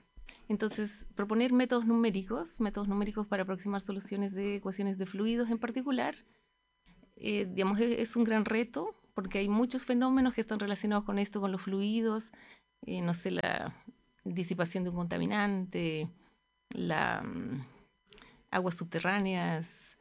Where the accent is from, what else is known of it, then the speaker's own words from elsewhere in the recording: Bolivia; moved away as an adult; now in Chile; yo estudié Ingeniería Matemática en Bolivia. Soy de Bolivia y desde el 2006 que estoy acá en Chile, cuando inicié mis estudios de doctorado.